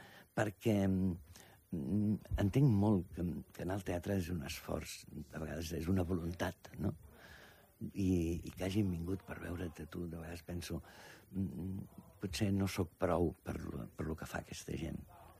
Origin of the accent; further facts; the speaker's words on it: Catalonia, Spain; Potser sí que soc català